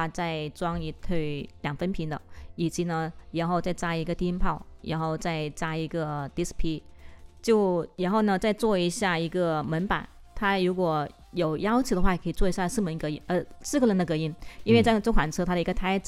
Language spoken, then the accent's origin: Chinese; Guangxi, China; 我是广西的嘛